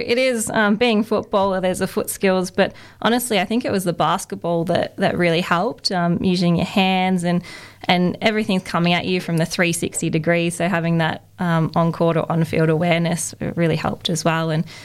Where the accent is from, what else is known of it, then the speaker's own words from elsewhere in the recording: Gisborne, Victoria, Australia; moved away as an adult; also born or lived in Geelong; now in Ballarat, Australia; I've been in Ballarat for 6 years now, but I grew up in Gisborne, so not too far, and then was in Geelong for about 6 years when I was at university as well.